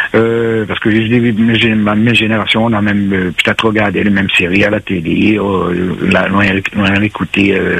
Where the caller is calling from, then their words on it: Saint-Denis, Réunion; je suis de Saint-Denis.